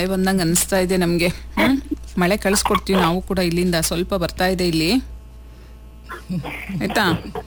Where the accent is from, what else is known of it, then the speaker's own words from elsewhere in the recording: Nayakanahatti, Karnataka, India; ನಾಯಕನಹಟ್ಟಿ ಹತ್ರ. ನಾವು ನಾಯಕನಹಟ್ಟಿ, ನಮ್ಮ ಚಿತ್ರದುರ್ಗ ಡಿಸ್ಟಿಕ್